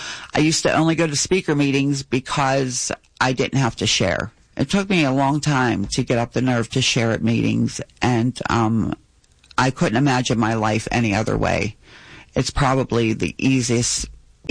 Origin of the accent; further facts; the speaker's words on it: McKees Rocks, Pennsylvania, United States; Even my neighborhood, I'm from McKees Rocks.